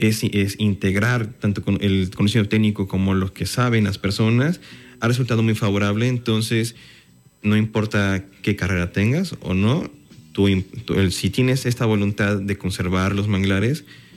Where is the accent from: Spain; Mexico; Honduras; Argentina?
Mexico; Alvarado, Veracruz; Como yo soy de Alvarado, crecí viendo los manglares, ¿no? Desde chiquito.